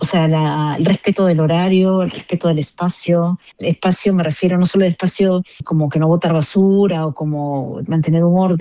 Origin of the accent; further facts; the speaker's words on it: Peru; moved away; cuando venimos de Perú o de un país latinoamericano